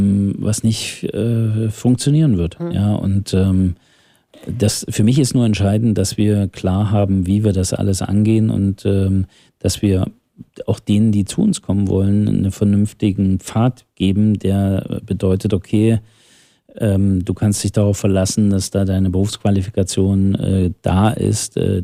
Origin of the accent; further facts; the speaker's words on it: Thuringia, Germany; ich komme aus dem Saale-Holstein-Kreis